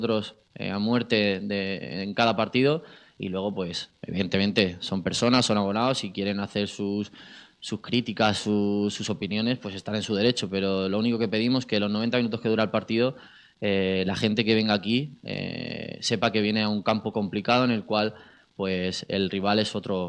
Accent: Catalonia, Spain; moved away as an adult; now in Andalusia, Spain; hasta los 18 viví allí, soy catalán, tengo mucha familia allí

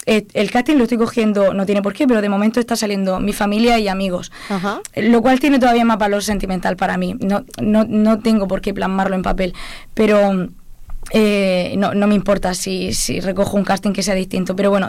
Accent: Region of Murcia, Spain; now in Madrid, Spain; el hecho de estar en dos casas, yo prácticamente soy prácticamente más madrileña ahora mismo que murciano

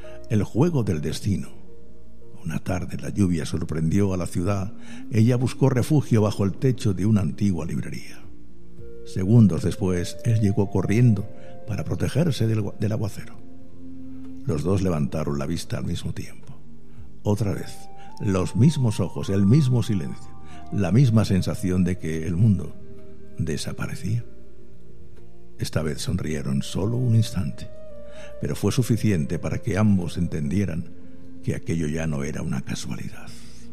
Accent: Murcia, Region of Murcia, Spain; born there; Yo nací en Murcia, aunque nací en Murcia capital

